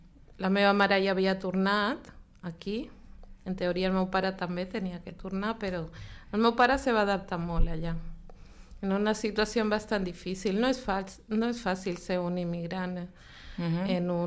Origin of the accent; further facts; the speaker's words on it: Lima, Peru; moved away as an adult; now in Catalonia, Spain; jo vaig néixer al Perú, a Lima, però els meus pares són catalans que van emigrar a l'any 64.